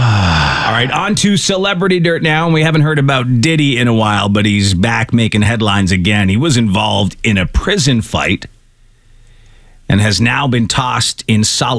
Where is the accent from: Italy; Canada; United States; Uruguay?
Uruguay; from Uruguay.